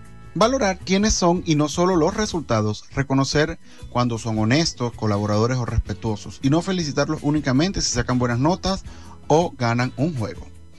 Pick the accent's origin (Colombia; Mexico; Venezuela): Venezuela; Eastern Venezuela; moved away; Te mando un grandísimo saludo desde aquí, desde Occidente hasta allá, hasta Oriente, mi tierra.